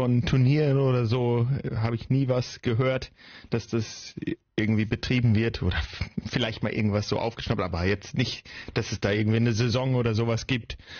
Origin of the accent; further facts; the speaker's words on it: Northern Germany, Germany; Wir sind ja direkt an der Küste aufgewachsen.